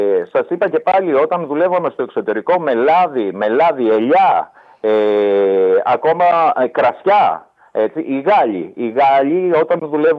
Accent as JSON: {"language": "Greek", "country": "Greece", "also_born_or_lived": "Italy / France", "said": "Εμείς σαν Έλληνες"}